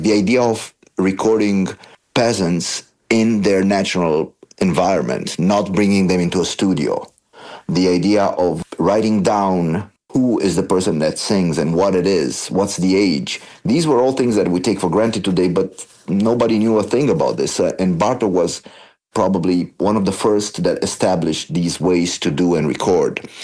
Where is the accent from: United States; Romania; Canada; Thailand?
Romania; Transylvania; English is a second language; So since I grew up in Transylvania, which was one of the area that he concentrated the most